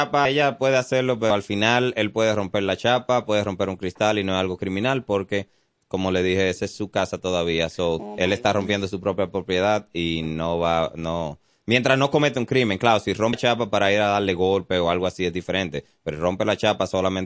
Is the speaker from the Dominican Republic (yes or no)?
yes; Dominican Republic; accent: Dominican; now in United States; me reconocen por mi acento. No es muy difícil, soy el único dominicano policía aquí.